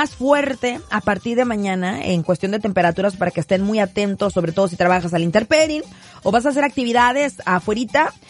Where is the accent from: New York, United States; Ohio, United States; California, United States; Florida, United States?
California, United States; Bakersfield; Vengo de Bakersfield también